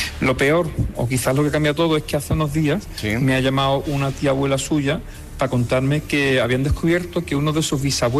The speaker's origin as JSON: {"language": "Spanish", "town": "Lepe", "region": "Andalusia", "country": "Spain", "said": "Y fíjate, yo soy de Lepe, de Huelva, así que imagínate la papeleta."}